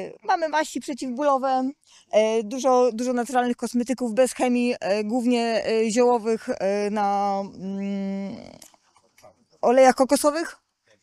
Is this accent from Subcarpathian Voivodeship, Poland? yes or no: no; Kościelec, Greater Poland Voivodeship, Poland; Poza jarmarkiem jesteśmy z Wielkopolski, Kościelec, koło koła.